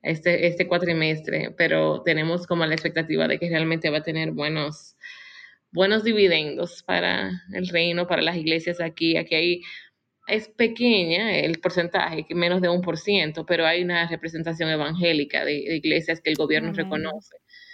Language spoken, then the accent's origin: Spanish; Dominican Republic; moved away as an adult; also born or lived in United States / United Arab Emirates; now in Jordan; como tú dijiste. Yo soy dominicana de nacimiento, nací en la República Dominicana y viví allá casi toda mi vida. Bueno, hasta hace 10 años.